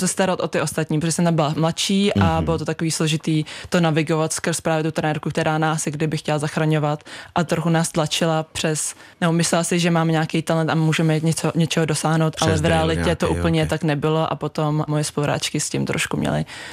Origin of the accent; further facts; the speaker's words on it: Prague, Czechia; Jsem z Prahy, takže v Praze